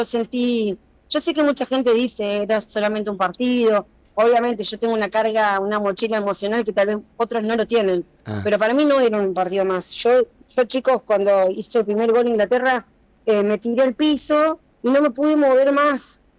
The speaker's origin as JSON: {"language": "Spanish", "country": "Argentina", "said": "Nosotros los argentinos, chicos, yo creo que nadie vive el fútbol como un argentino."}